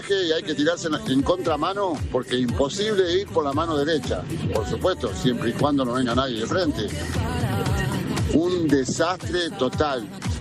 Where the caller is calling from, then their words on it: Canals, Córdoba, Argentina; de Canals Córdoba.